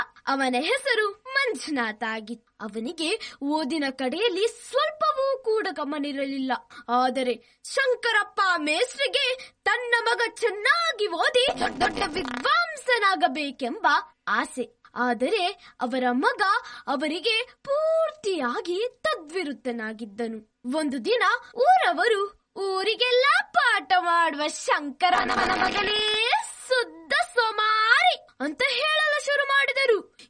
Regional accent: Moodbidri, Karnataka, India; ನಾನು ಮೂಡಬಿದ್ರೆಯಿಂದ ಬಂದಿದ್ದೇನೆ.

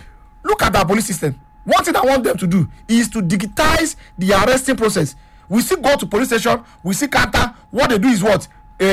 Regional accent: Nigeria

